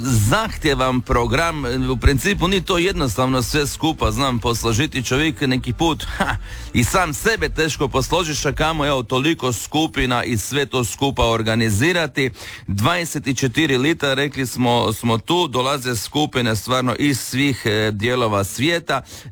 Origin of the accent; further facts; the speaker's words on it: Istria County, Croatia; Tu su kod nas u Istri